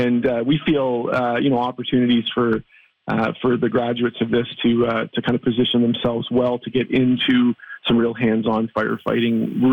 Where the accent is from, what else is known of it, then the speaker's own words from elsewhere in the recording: Sault Ste. Marie, Ontario, Canada; So I grew up in Sault Ste. Marie, and my father was involved in the aviation forest fire management branch for the government, and so it was always part of our growing up.